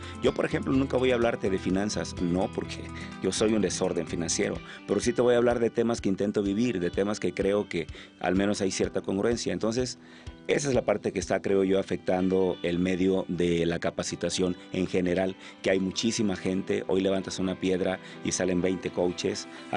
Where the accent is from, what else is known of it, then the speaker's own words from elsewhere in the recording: Acapulco, Guerrero, Mexico; Bueno, soy acapulqueño, nací en Acapulco. En Acapulco no hay cobijas, le llamamos sábanas en Acapulco.